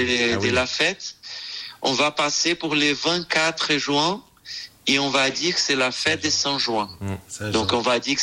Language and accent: French; Brazil; moved away as an adult; now in Montpellier, France; je suis brésilien en France.